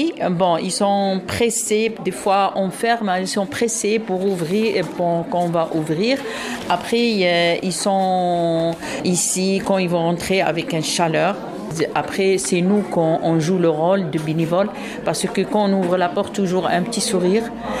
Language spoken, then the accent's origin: French; Algeria; French is a second language; Oui, oui, oui. Moi, je suis algérienne.